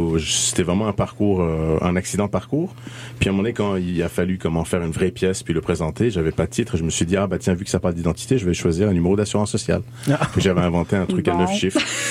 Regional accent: Iran; moved away; C'est-à-dire que moi qui pensais qu'on a quitté l'Iran comme tout le monde, c'est-à-dire dans les années 80. Nous, on est restés encore un peu plus longtemps

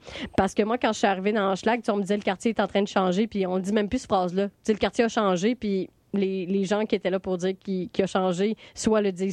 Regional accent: Trois-Rivières, Quebec, Canada; born there; now in Montreal, Canada; moi, je suis née à Trois-Rivières, puis quand je suis arrivée à Montréal, puis je disais que j'habitais dans Hochelaga Maisonneuve

